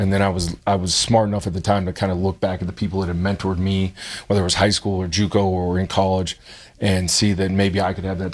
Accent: Phoenix, Arizona, United States; also born or lived in Flagstaff, Arizona / New Jersey / North Dakota; I'm originally born in Flagstaff, Arizona, but really grew up outside of a year or two living in New Jersey, outside of Philly. Grew up in Phoenix, Arizona, North Central Corridor.

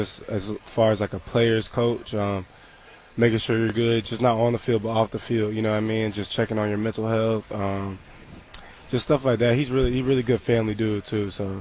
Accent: Georgia, United States; but I'm from Georgia

